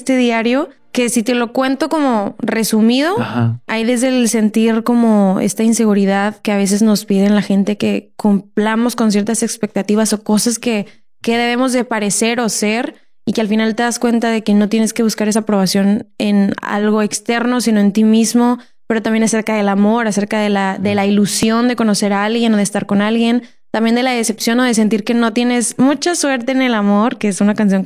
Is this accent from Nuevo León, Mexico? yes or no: yes; Monterrey, Nuevo León, Mexico; soy de Monterrey, soy artista, cantante y compositora